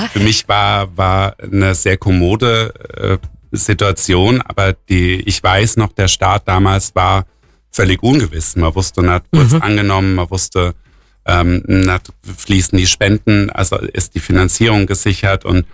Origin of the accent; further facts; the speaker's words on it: Rhine-Neckar, Germany; also wie man hört, bin ich auch nicht hier aus der Region, sondern ich komme aus dem Metropolregion Rhein-Neckar, wie es so schön heißt.